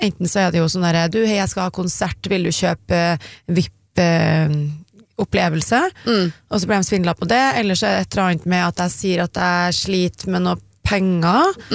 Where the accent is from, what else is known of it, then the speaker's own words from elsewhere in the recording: Zanzibar, Tanzania; now in Norway; ja, jeg kommer fra Zanzibar, ja.